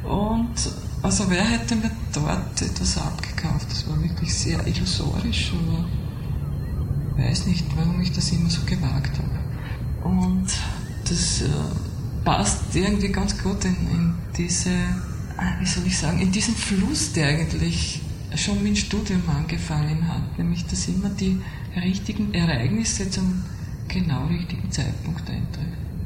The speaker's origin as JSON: {"language": "German", "town": "Gosau", "region": "Upper Austria", "country": "Austria", "tie": "born or raised there", "said": "Aufgewachsen bin ich in Gosau, auch dort geboren, also wie das noch üblich war, im Haus meiner Eltern geboren."}